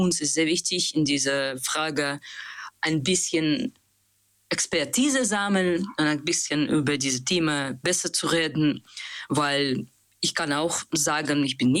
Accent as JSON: {"language": "German", "country": "Russia", "second_language": "German", "moved": "yes", "said": "Ich bin Anarchist und Aktivist und Feminist. Ich bin aus Russland"}